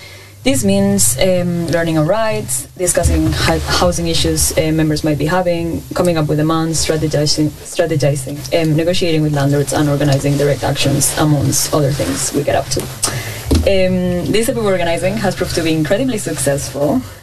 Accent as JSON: {"language": "English", "town": "Barcelona", "region": "Catalonia", "country": "Spain", "tie": "born or raised there", "moved": "yes", "said": "I grew up in Barcelona"}